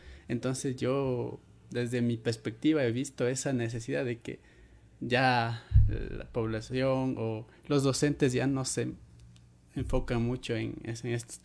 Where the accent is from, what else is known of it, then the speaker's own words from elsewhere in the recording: Alausí, Chimborazo, Ecuador; yo vengo de la provincia de Chimborazo, de una comunidad indígena del cantón Alausí, comunidad de Xuxilcón.